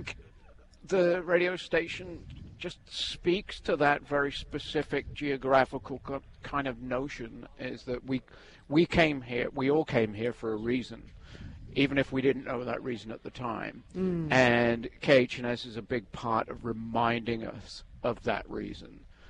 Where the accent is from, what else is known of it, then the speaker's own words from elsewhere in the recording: South West England, United Kingdom; now in United States; I am from Devon, which is the southwest corner.